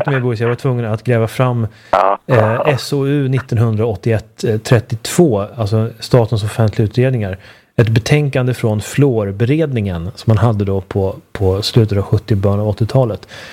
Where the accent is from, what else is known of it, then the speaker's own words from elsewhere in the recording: Uppsala, Uppsala County, Sweden; kommunen där jag växte upp i Uppsala har en hög fluorhalt, en av de högsta i landet.